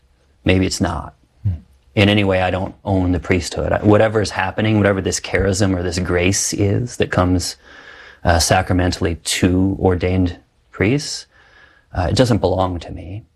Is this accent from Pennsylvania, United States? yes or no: no; St. Louis, Missouri, United States; And I said, well, I'm from St. Louis.